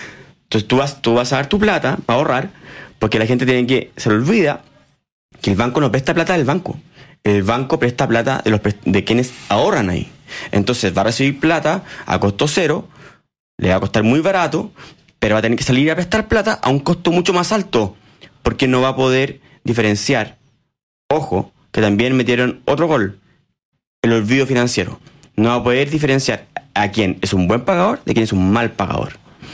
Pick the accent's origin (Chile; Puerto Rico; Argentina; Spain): Chile